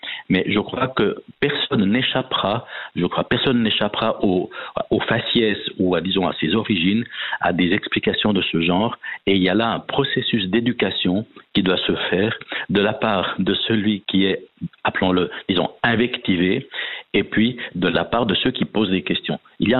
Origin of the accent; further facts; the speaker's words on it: Sicily, Italy; je suis d'origine d'Italie et je suis sicilien